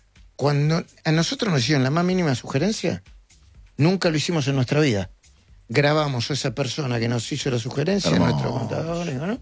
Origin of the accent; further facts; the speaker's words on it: Argentina; somos periodistas de la Argentina.